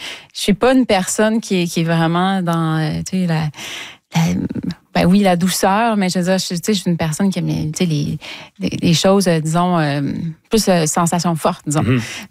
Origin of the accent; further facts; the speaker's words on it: Trois-Rivières, Quebec, Canada; Donc, mais c'est qu'en fait, je viens de Trois-Rivières. J'ai habité longtemps à Trois-Rivières, puis on allait voir l'Orchestre symphonique de Trois-Rivières.